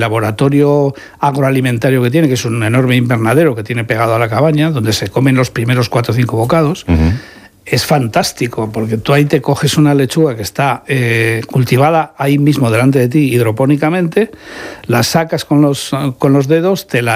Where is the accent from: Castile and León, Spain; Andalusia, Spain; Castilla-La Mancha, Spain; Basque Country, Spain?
Castile and León, Spain; Burgos; moved away as an adult; also born or lived in Madrid; now in Murcia, Spain; yo he vivido más en Murcia que en mi tierra. O sea que... Fíjate. Que en Burgos, sí, claro.